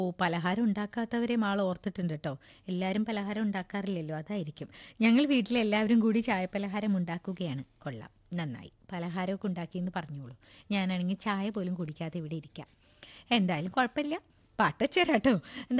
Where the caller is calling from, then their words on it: Puthenpally, Kerala, India; പുത്തൻപള്ളിയിൽ നിന്നാണ്.